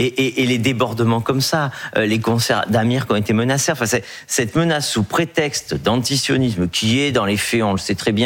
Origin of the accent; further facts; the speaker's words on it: Marseille, Provence-Alpes-Côte d'Azur, France; Je vais prendre l'exemple de chez moi à Marseille, parce que ce n'est pas anodin.